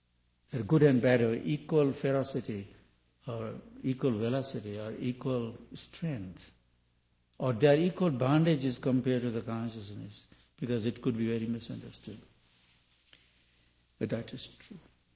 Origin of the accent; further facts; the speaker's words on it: India; I'm from India or Sanskrit knowing person a little bit